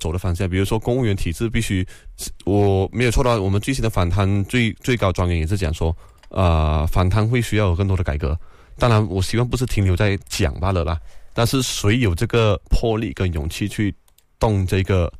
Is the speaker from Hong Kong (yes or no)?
no; Malaysia; 作为马来西亚人